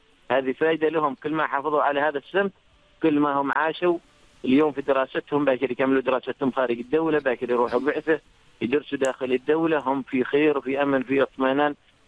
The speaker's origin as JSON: {"language": "Arabic", "country": "Oman", "said": "وإحنا كشعب كعمانيين"}